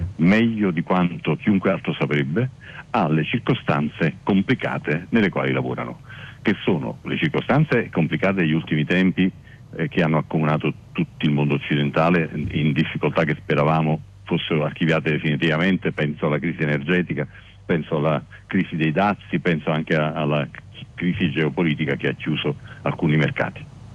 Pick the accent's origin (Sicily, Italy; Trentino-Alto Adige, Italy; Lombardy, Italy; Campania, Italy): Campania, Italy; Naples; io sono napoletano di origine, c'è un bellissimo proverbio che afferma: meglio essere la coda di un'alice che la testa di un cefalo.